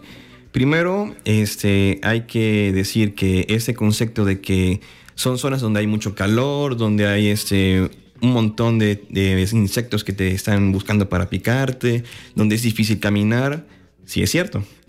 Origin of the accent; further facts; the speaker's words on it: Alvarado, Veracruz, Mexico; soy de Alvarado